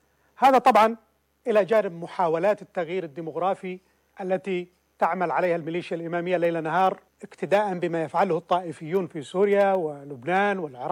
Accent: Yemen

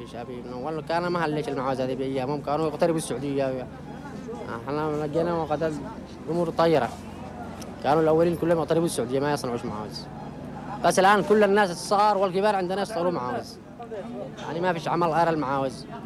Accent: Sanaa, Yemen; كل عن بلادي صنعاء كل عن بلادي والله.

